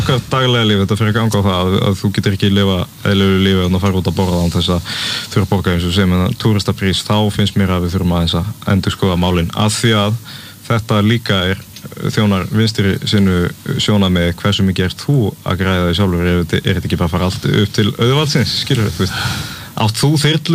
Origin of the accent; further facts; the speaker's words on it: Grímsnes, Southern Region, Iceland; Og það, ég er úr Grímsnesinu, ég bjó í gullna hringnum